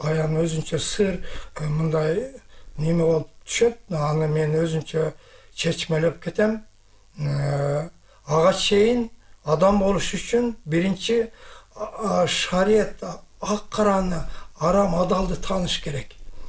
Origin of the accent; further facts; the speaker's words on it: Osh Region, Kyrgyzstan; born there; Алайда туулган.